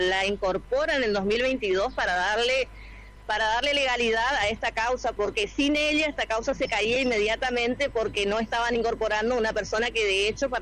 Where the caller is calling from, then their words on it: Fontana, Chaco, Argentina; nosotros somos de Fontana